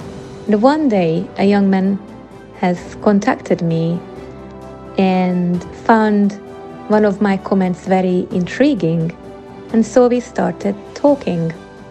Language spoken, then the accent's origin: English; Hungary; moved away as an adult; now in London, United Kingdom; I moved to London from Hungary in 2005 with my 2 young children.